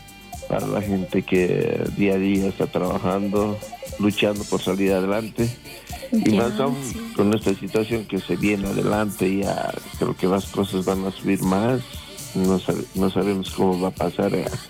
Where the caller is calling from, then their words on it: Oruro, Bolivia; Acá de la ciudad de Oruro.